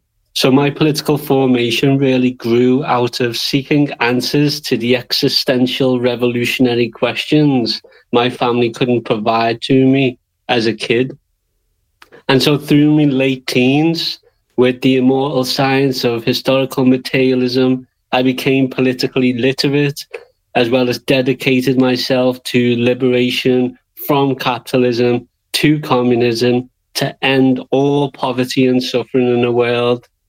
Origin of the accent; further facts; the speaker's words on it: Liverpool, North West England, United Kingdom; I'm from Liverpool, England. I'm 33 years old.